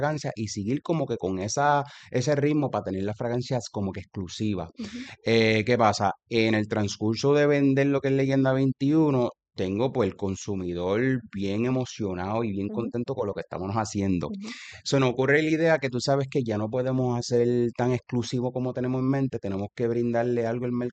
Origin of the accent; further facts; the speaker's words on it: Ponce, Puerto Rico; yo soy de Ponce.